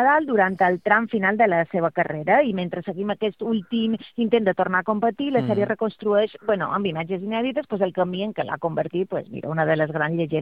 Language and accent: Catalan; Manacor, Balearic Islands, Spain; avui, Rafa, us duc un documental sobre el meu veí del meu poble, que no és un veí normal, ha guanyat 22 grans slam